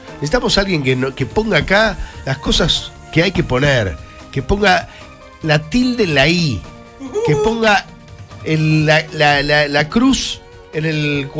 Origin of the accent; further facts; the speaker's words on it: Argentina; imagínate que yo soy, como todo argentino, eterno agradecido a Messi.